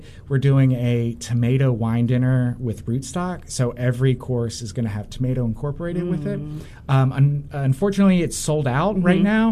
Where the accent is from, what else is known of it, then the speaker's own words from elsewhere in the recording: Mobile, Alabama, United States; Growing up in Mobile, there's tons of seafood